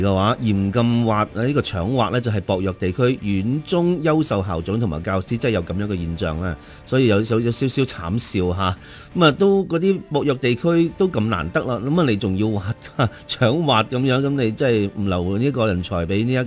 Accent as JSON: {"language": "Cantonese", "region": "Guangdong", "country": "China", "said": "咁我哋係廣東人，咁當然講粵語咧"}